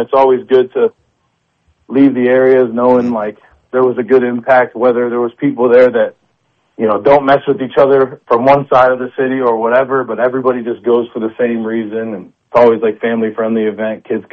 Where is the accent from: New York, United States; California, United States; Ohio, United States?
Ohio, United States; I'm from the Midwest. I'm from Northeast Ohio.